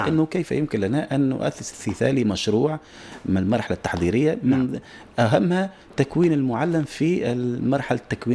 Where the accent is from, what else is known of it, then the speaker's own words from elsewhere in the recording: Tunisia; احنا كعائلة تونسية دائما أقول نحن كعائلة تونسية ليس لدينا دراية تامة بما هو موجود داخل القسم.